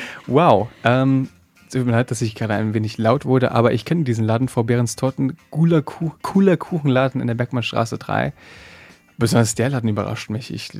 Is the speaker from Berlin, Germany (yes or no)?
yes; Berlin, Germany; Ich komme aus Berlin